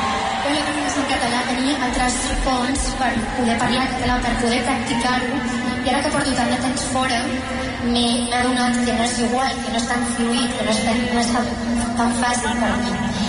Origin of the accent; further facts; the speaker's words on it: Catalonia, Spain; Quan he crescut aquí a Catalunya, encara que les nostres famílies no parlin català